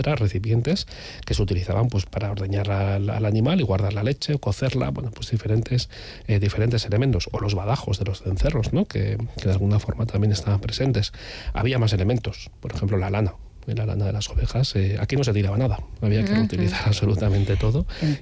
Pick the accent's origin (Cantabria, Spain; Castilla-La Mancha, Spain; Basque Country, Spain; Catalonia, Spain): Basque Country, Spain